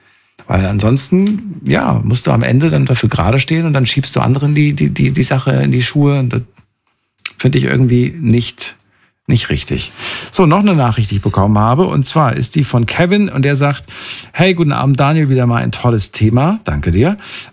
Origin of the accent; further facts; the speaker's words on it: North Rhine-Westphalia, Germany; Ich komme aber auch aus NRW.